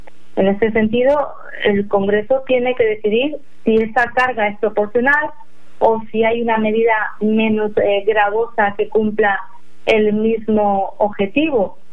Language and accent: Spanish; Spain; now in Mexico; yo soy española de origen